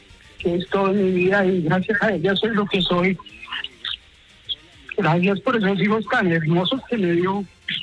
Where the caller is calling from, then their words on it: Bogotá, Colombia; Yo de aquí, Bogotá.